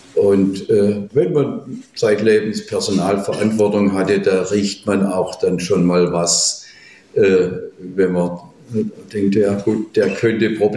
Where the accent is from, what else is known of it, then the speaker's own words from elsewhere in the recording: Swabia, Germany; now in Berlin, Germany; Und ich als Schwabe kam dann auf die Idee, da müssen wir einen Verein gründen.